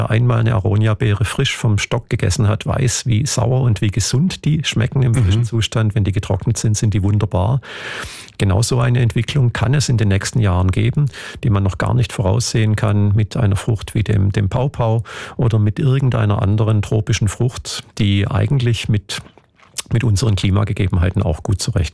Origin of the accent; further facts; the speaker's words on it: Germany; man sieht das auch in Deutschland, wo ich herkomme schon, dass viele Winzerbetriebe aufgeben müssen